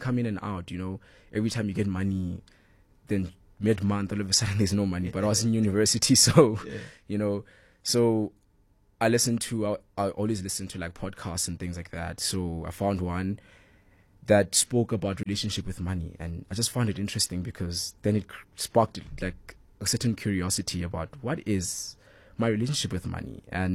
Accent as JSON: {"language": "English", "town": "Hillbrow", "region": "Gauteng", "country": "South Africa", "tie": "born or raised there", "also_born_or_lived": "Kempton Park", "said": "I was born in Hillbrow. I lived there for 12 years and then moved to Kempton Park."}